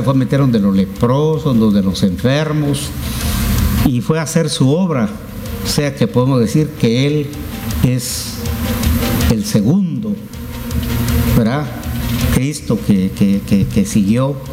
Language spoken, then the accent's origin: Spanish; San Francisco, Petén, Guatemala; now in Flores, Guatemala; Yo soy un San Franciscano ausente, ya tengo 40 años de vivir aquí en Flores, pero no me olvido de mi pueblo.